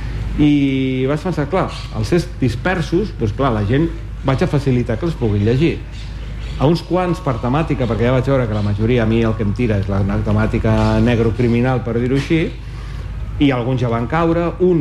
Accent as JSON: {"language": "Catalan", "town": "Barcelona", "region": "Catalonia", "country": "Spain", "tie": "born or raised there", "also_born_or_lived": "Alicante", "said": "els meus pares van viure a Alacant 8 anys i els últims 3 mesos jo vaig néixer i van venir cap aquí. Sóc barceloní, però oficialment sóc nascut a Alacant"}